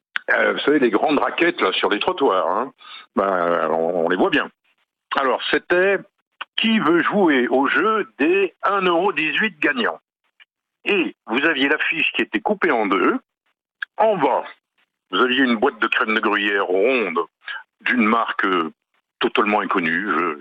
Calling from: Avranches, Normandy, France; j'habite la petite ville d'Avranches, sympathique

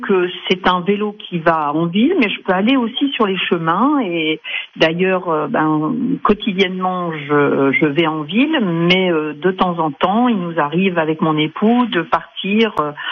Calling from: Amiens, Hauts-de-France, France; J'habite sur Amiens

